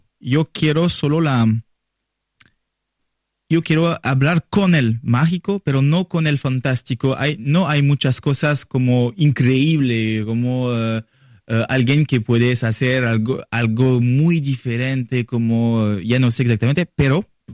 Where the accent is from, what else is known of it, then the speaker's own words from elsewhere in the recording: France; Spanish is a second language; also born or lived in Costa Rica / Panama / Mexico; yo no soy un latino, pero hablo de esta cultura como un francés. Yo tengo linajes de Colombia también, pero yo soy un francés.